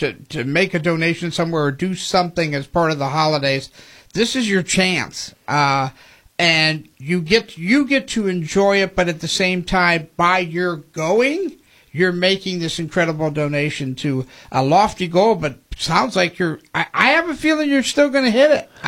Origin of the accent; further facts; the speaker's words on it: Akron, Ohio, United States; moved away; being from Akron